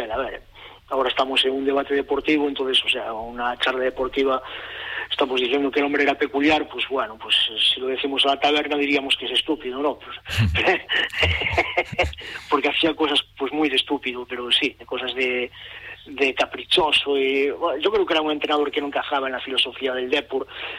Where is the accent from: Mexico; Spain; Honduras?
Spain; A Coruña, Galicia; Es que somos de la Coru, oye, ya está, ¿sabes? Somos de la Coru